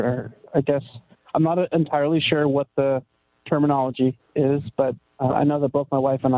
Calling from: Redding, California, United States; I'm calling from Redding, California.

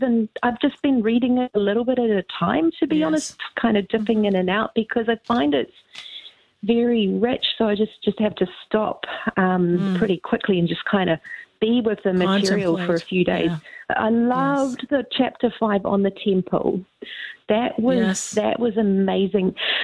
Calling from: Auckland, New Zealand; So I live in central Auckland, and I'm a Protestant.

